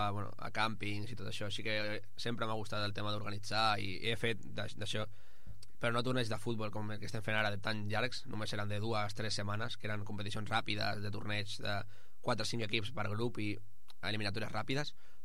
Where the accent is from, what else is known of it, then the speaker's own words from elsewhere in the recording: El Prat de Llobregat, Catalonia, Spain; som tot gent del Prat, que no ens coneixíem